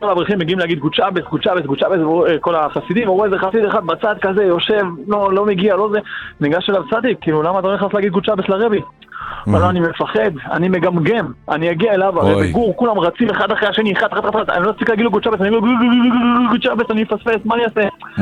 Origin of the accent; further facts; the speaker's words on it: Jerusalem, Jerusalem District, Israel; כן, ירושלים.